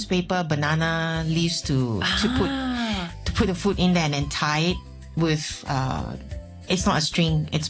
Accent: Malaysia; moved away as an adult; now in Hong Kong; I'm a Malaysian living in Hong Kong for over 30 years.

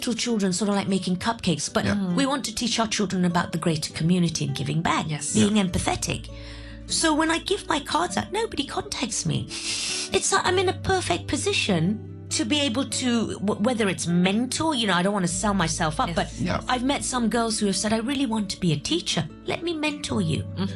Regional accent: Nepal; now in Hong Kong

